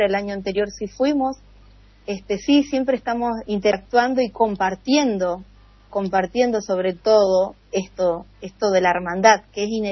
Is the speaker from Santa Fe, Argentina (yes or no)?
yes; Santo Tomé, Santa Fe, Argentina; Bueno, acá cerca tenemos a Paraná, así que siempre estamos con la gente de Entre Ríos, de Santa Fe. Yo soy de Santo Tomé, pero hay muchos integrantes que son de Santa Fe.